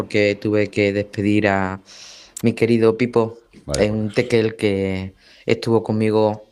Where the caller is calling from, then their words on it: Barcelona, Catalonia, Spain; de Puente de Hume.